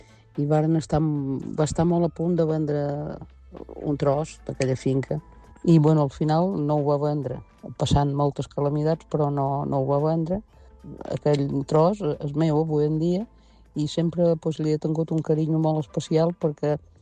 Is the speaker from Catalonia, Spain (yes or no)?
no; Formentera, Balearic Islands, Spain